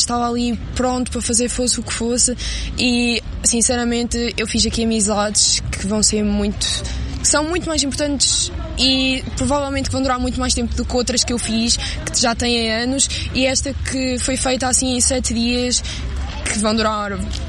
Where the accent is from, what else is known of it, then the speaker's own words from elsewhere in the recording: Aveiro, Centro, Portugal; Sim, eu venho de Aveiro.